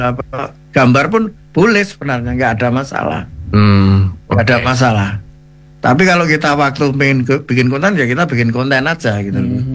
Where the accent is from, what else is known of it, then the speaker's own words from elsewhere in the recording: Java, Indonesia; sebagai orang Jawa